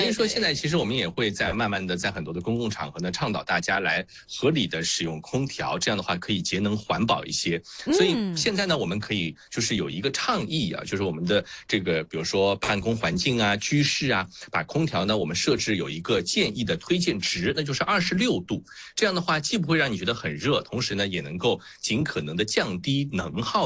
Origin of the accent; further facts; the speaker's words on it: Shanghai, China; accent: Shanghainese; 我们上海话会这么来说啊